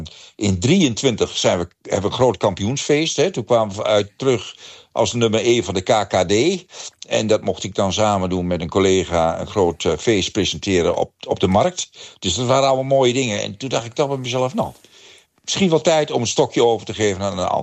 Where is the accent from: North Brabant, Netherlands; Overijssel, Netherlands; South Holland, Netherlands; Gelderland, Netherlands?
Gelderland, Netherlands; En ik was vroeger als discjockey geweest in de Achterhoek, onder andere, waar ik vandaan kom.